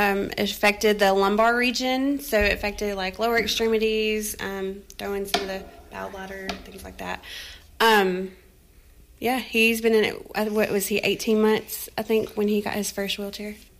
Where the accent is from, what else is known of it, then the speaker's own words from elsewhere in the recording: Nashville, Tennessee, United States; Until I got with Zach, I've never lived anywhere else, so I was born and raised in Nashville.